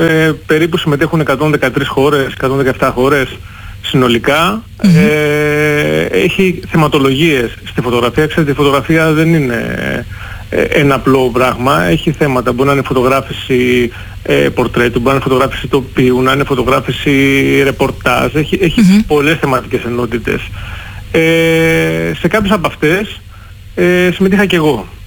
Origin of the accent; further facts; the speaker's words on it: Patras, Western Greece, Greece; now in Athens, Greece; και πρέπει να φανεί η Αθήνα, αλλά ξέρουν ότι η καταγωγή μου είναι από την Πάτρα.